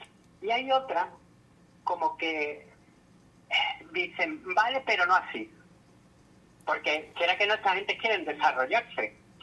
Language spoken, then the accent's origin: Spanish; Spain; como yo vengo de España, que están subiendo mucho los alquileres en ciertas zonas.